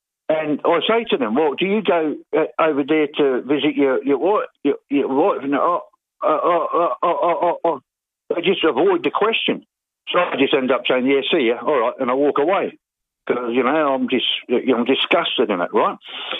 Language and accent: English; Burundi; now in South Africa; I come from Burundi, and I thought my family would be here.